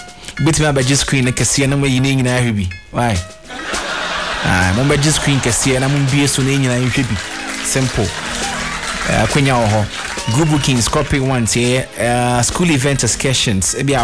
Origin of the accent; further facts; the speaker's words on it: Volta, Ghana; moved away; You are in the Volta region. You are chilling in my hometown.